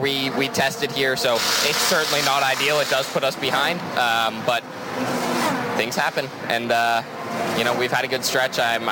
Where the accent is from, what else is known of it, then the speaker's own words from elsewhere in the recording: United States; as an American.